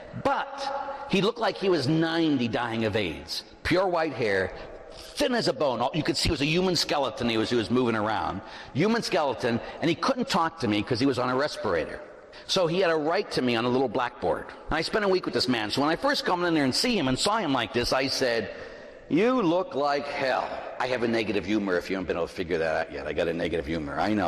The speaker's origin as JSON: {"language": "English", "town": "Pittsburgh", "region": "Pennsylvania", "country": "United States", "tie": "born or raised there", "said": "You know, growing up in Pittsburgh, both my parents were cops"}